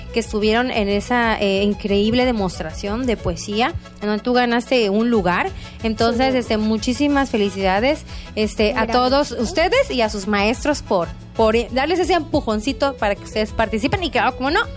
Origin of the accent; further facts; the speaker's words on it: Mexico; nuestra identidad como mexicanas.